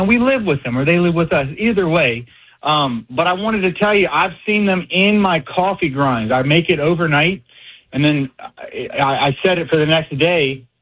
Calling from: Midlothian, Virginia, United States; Where I live in Midlothian

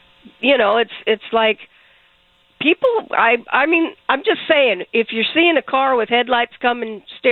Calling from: West Sacramento, California, United States

